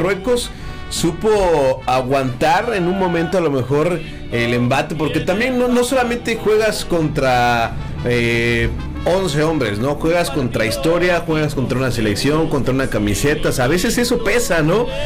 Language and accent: Spanish; Mexico; Soy muy mexicano.